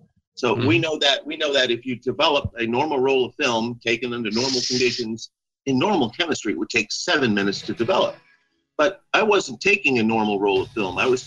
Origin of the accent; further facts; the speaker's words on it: Central Luzon, Philippines; I was raised on Clark Air Force Base, which was a SAC CIA installation in the Philippines